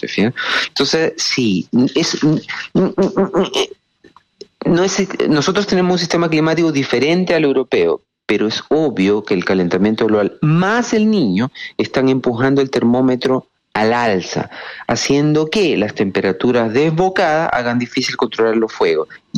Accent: Ecuador; now in Chile; yo soy ecuatoriano

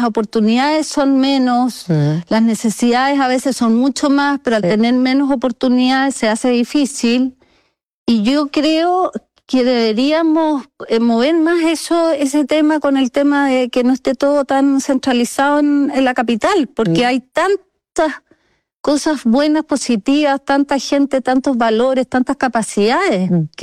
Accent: Santiago, Santiago Metropolitan Region, Chile; born there

